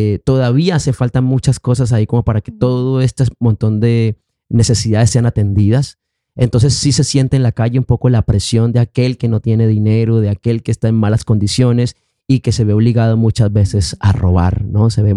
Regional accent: Colombia; como músico colombiano que hace la cumbia colombiana

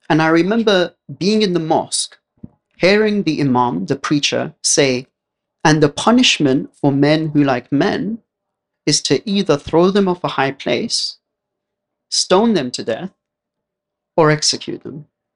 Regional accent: London, United Kingdom; born or raised there

